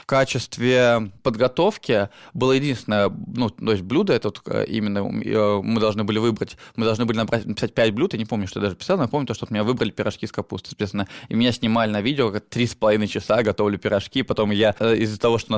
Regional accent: Sebezh, Pskov Oblast, Russia; А Себеж я объяснял, то, что это граница Беларуси, России и Латвии.

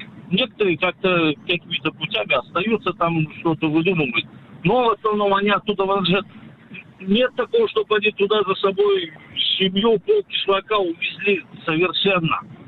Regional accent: Uzbekistan; moved away as an adult; now in Russia; Я сам родом из Узбекистана.

